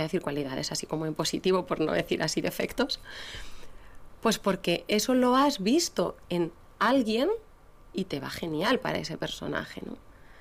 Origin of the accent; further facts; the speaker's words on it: Basque Country, Spain; born there; Mi ama es gallega. Y mi aita es leonés. Yo nací aquí en Euskadi.